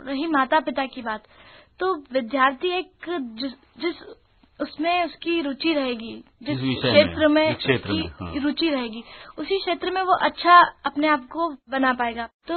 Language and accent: Hindi; Indore, Madhya Pradesh, India; born there; संतोष जी, इंदौर में ही मेरा जन्म हुआ है